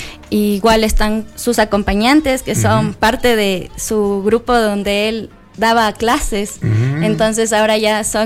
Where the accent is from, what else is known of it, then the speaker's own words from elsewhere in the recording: Quito, Pichincha, Ecuador; soy comunicadora, vengo de Quito, también tengo raíces en Riobamba.